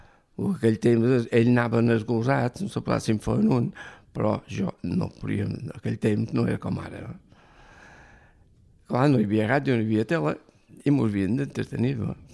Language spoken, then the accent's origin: Catalan; Ferreries, Balearic Islands, Spain; born or raised there